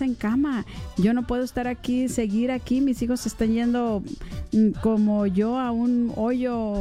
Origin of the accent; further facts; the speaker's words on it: Mexico; soy mexicana, me gusta ir a México